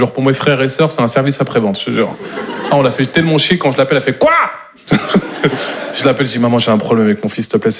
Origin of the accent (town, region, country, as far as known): Normandy, France